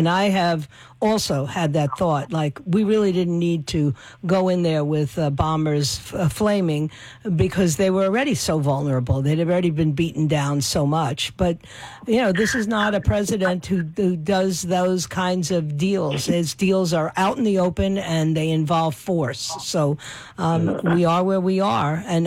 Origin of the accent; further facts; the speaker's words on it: New York City, New York, United States; born there; I was born in New York City, a yellow dog Democrat family.